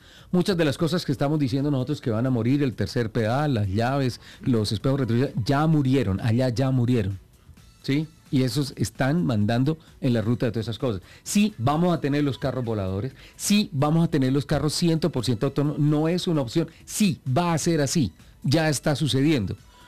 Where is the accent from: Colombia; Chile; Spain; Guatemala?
Colombia; Yo soy colombiano.